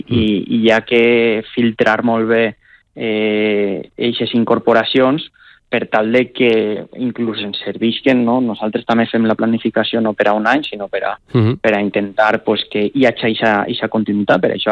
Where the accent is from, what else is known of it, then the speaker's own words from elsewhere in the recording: Alzira, Valencian Community, Spain; som els tres d'Alcira